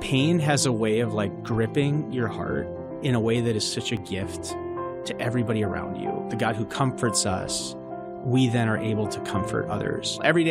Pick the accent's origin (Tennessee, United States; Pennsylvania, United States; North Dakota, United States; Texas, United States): North Dakota, United States; So I mentioned a little bit, but I'm from North Dakota, which I know people watching this, that's like a common vacation spot for a lot of people.